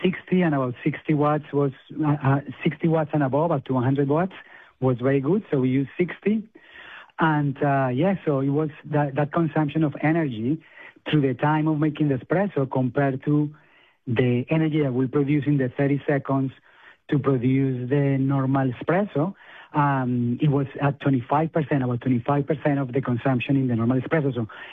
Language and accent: English; Colombia; Colombian.